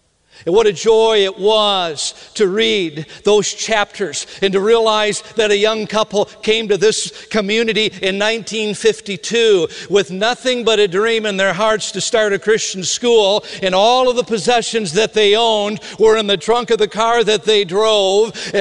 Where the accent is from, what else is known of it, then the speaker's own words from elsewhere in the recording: Minnesota, United States; But I tell ya, growing up in Minnesota